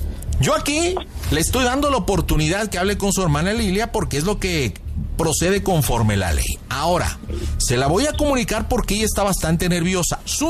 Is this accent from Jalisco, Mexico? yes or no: no; Nuevo León, Mexico; soy una persona nacida en Nuevo León. Soy regia, soy fuerte, soy contundente.